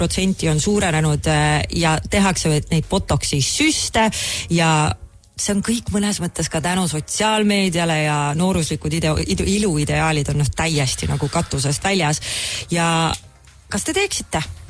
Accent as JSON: {"language": "Estonian", "town": "Otepää", "region": "Valga County", "country": "Estonia", "moved": "yes", "lives_now": "Tallinn, Estonia", "said": "ma olen Otapäelt pärit"}